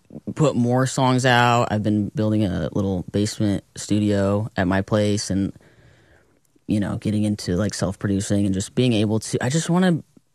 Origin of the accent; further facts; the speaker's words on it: Torrance, California, United States; also born or lived in East Hollywood; Yeah, I grew up in Torrance. Then I lived in East Hollywood for a little bit before I came out here.